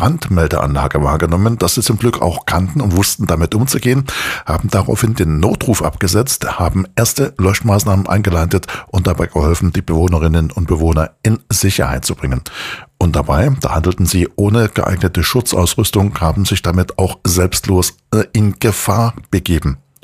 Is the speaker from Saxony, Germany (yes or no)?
yes; Chemnitz, Saxony, Germany; Es geht in meine Heimatstadt nach Chemnitz.